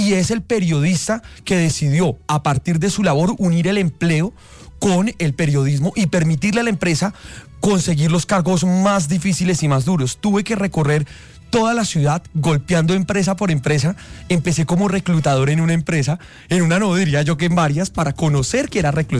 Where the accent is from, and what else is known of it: Colombia